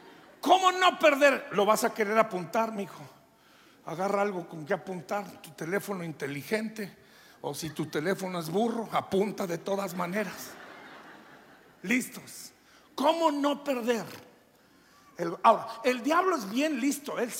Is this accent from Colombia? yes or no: no; Durango, Mexico; yo creo que por allá por Durango, de donde soy yo.